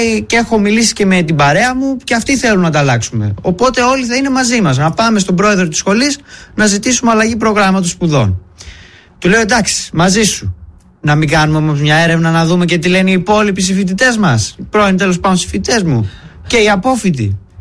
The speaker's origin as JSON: {"language": "Greek", "town": "Thessaloniki", "region": "Central Macedonia", "country": "Greece", "said": "Θεσσαλονίκη."}